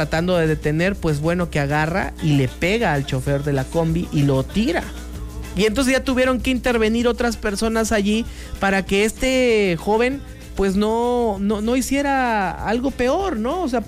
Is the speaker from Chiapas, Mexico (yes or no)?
yes; Chiapas, Mexico; ¿dónde está nuestra garantía como mexicanos, como chiapanecos, de nuestra integridad?